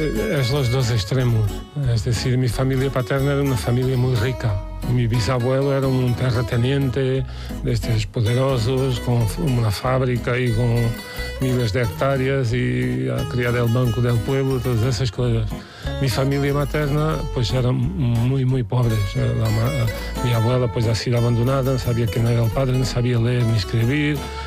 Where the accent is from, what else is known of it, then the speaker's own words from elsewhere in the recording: Ferreira do Alentejo, Alentejo, Portugal; Spanish is a second language; moved away; also born or lived in near Lisbon; el pueblo donde he vivido, o la origen de mi familia paterna, se llama Ferreira do Alentejo.